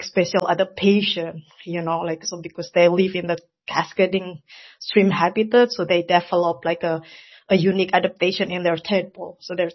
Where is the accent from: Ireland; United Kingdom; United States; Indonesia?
Indonesia; English is a second language; moved away as an adult; now in Hamburg, Germany; so I'm originally from Indonesia, but somehow I living in Germany. I've been 10 years living in Germany.